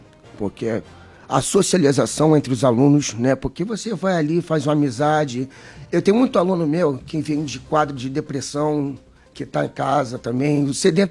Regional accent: São Vicente, São Paulo, Brazil; moved away as an adult; also born or lived in Saquarema; now in Araruama, Brazil; Eu sou de São Vicente, São Paulo.

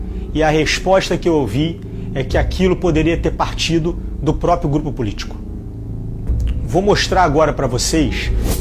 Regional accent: Cabo Frio, Rio de Janeiro, Brazil; Eu sou de Cabo Frio, eu amo a minha cidade e vou continuar defendendo aquilo que eu acredito.

